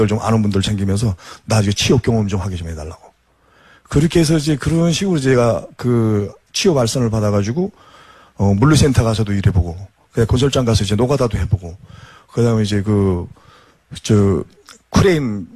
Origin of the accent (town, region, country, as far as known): North Korea; moved away as an adult; now in South Korea